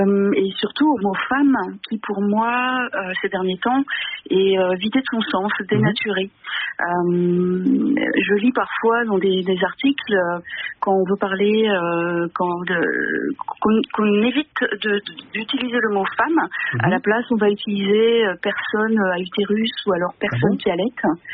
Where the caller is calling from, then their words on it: Brittany, France; Du Finistère.